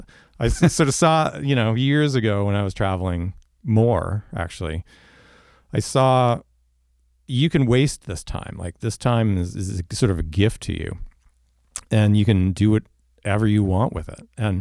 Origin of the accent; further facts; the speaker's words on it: Canada; That was all driving because it's Canada and we're Canadian.